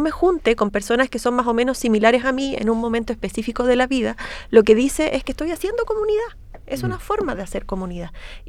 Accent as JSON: {"language": "Spanish", "town": "Santiago", "region": "Santiago Metropolitan Region", "country": "Chile", "said": "Yo habito mucho el centro de Santiago. A mí me gusta mucho Santiago. Yo soy una santiaguina que le gusta Santiago."}